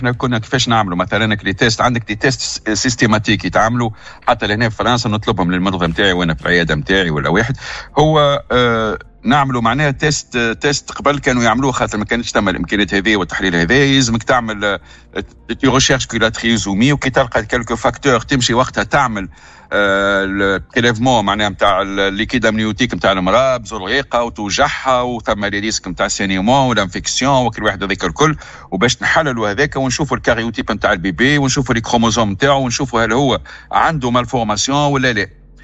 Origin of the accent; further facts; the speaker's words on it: Tunisia; born there; أنت تونسية كيفي وتعرف، وإحنا كلنا ولدنا في تونس ونعرف عاداتنا وتقاليدنا